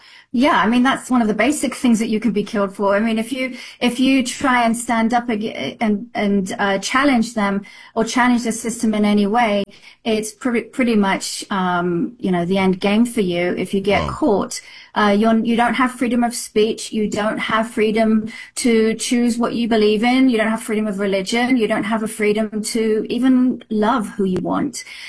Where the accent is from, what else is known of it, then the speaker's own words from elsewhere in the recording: United Kingdom; I said, well, I'm a British citizen, and this is a democracy, and we have freedom of speech.